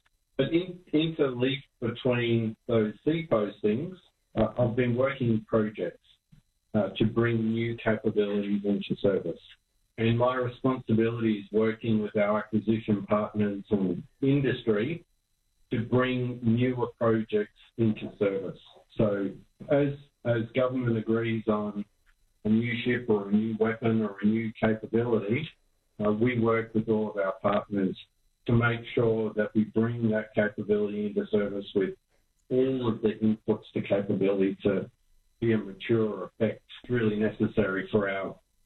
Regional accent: Mackay, Queensland, Australia; Growing up in Mackay, it's a pretty small town.

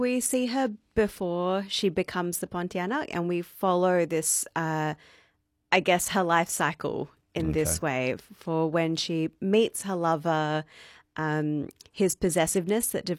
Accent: Kuala Lumpur, Malaysia; In Kuala Lumpur.

